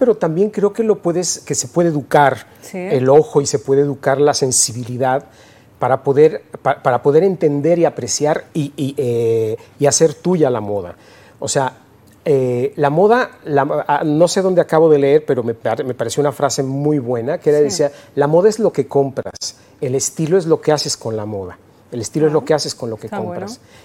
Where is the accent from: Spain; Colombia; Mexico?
Mexico; A partir de ya una edad madura, casi toda mi vida viví en México.